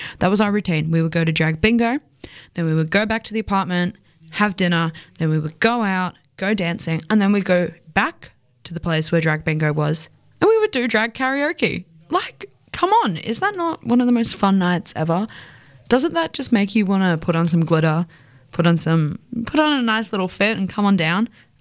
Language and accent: English; England, United Kingdom; now in Australia; maybe it's just me being English and not having grown up in Australia